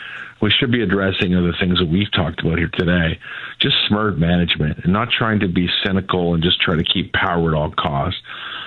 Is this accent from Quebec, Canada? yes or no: no; Ontario, Canada; moved away as an adult; also born or lived in Calgary; I was an Ontario guy.